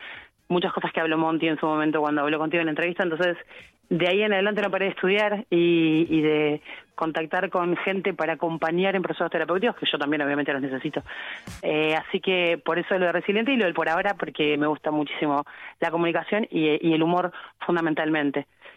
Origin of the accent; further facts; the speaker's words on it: Uruguay; Soy uruguaya, tengo unas ganas de irme a Israel